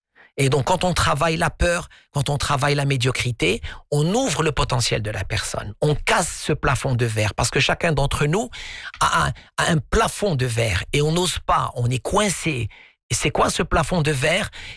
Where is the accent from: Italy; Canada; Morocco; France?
Morocco; Un exemple chez nous au Maroc, quand quelqu'un disait « je me sens mal, je suis pas bien mentalement », on lui disait que c'est un manque de gratitude.